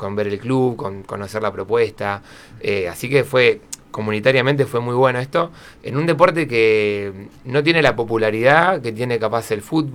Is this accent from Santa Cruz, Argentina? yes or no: no; Bahía Blanca, Buenos Aires Province, Argentina; Yo soy de acá de Bahía, sí.